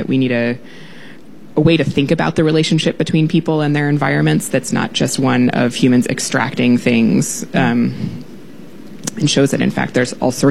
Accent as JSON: {"language": "English", "region": "Iowa", "country": "United States", "tie": "born or raised there", "moved": "yes", "said": "where I grew up in Iowa"}